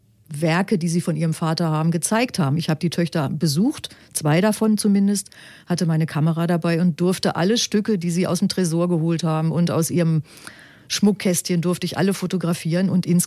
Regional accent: Pirmasens, Rhineland-Palatinate, Germany; meine Jugend erinnert in Pirmasens. Ich bin ja in der Pfalz aufgewachsen.

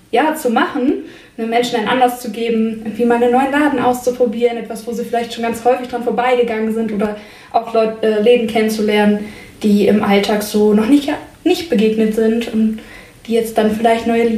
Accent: Braunschweig, Lower Saxony, Germany; ich bin 31 Jahre alt, gebürtige Braunschweigerin, also hier auch aufgewachsen und wohne jetzt auch wieder hier.

